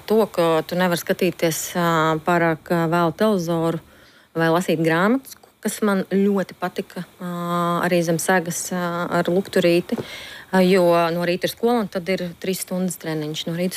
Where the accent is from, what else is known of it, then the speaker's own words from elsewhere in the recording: Jaunjelgava, Aizkraukle Municipality, Latvia; Es uzaugu Jaunjelgavā. Un nē, tas nav pie Jelgavas.